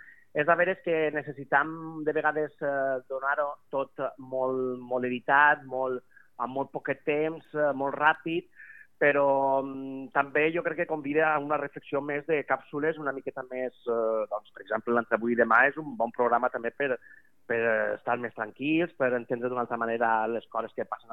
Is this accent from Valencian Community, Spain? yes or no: yes; Albaida, Valencian Community, Spain; no només del meu poble, sinó tota aquesta contornada de les comarques centrals del País Valencià, és una meravella i convida que passeu per allà. I al meu poble heu de visitar, si aneu al Baida, el Museu Internacional de Titelles